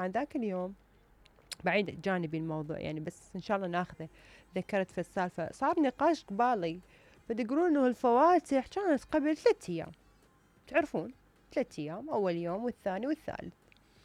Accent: Iraq; انت عراقية؟ كيفك والله. انا عراقية.

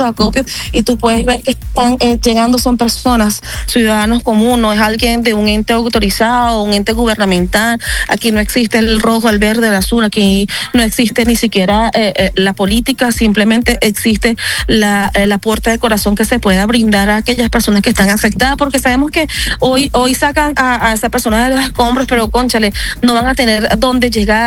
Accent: Venezuela; somos los venezolanos.

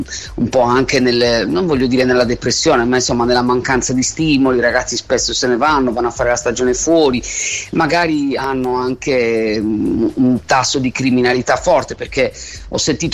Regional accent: Sardinia, Italy; siamo sardi noi che ci viviamo

